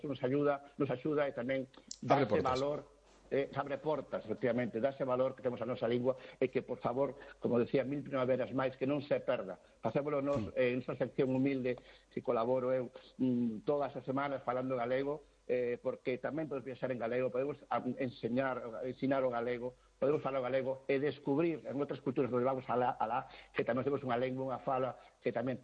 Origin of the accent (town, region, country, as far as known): Galicia, Spain